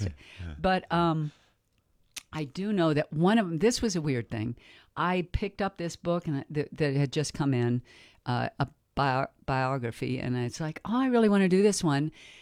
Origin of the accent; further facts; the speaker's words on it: Durango, Colorado, United States; I'm from Durango, so I think mostly about Durango.